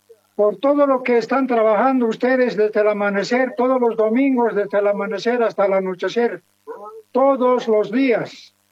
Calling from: La Paz, Bolivia

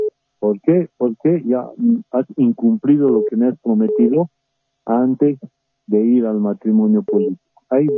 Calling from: El Alto, La Paz, Bolivia; de la ciudad del Alto.

